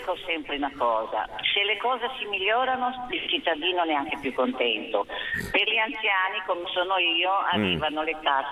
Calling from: Genoa, Liguria, Italy; Io sono di Bolzaneto

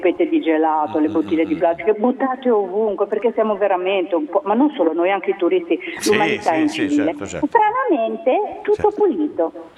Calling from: Genoa, Liguria, Italy; siamo genovesi

